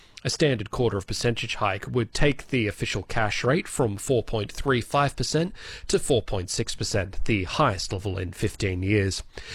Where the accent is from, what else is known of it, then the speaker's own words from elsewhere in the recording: Toowoomba, Queensland, Australia; So growing up in Toowoomba, my mum was originally from Childers, just south of Bundaberg. My dad was from Adelaide.